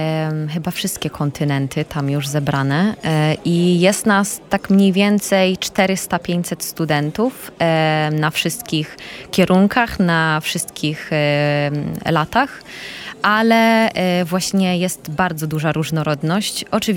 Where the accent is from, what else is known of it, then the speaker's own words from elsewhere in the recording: Poznań, Greater Poland Voivodeship, Poland; moved away as an adult; now in Italy; Przyjechałam dopiero co do Polski, jestem z Poznania